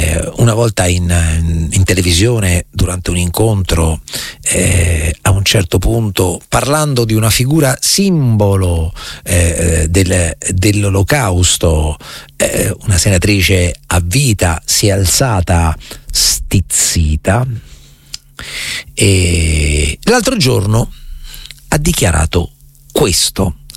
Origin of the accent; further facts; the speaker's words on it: Rome, Lazio, Italy; moved away; Io sono nato e cresciuto a Tor Sapienza, però manco dal 92, sono ritornato ultimamente di passaggio, ero sconcertato da quello che ho visto.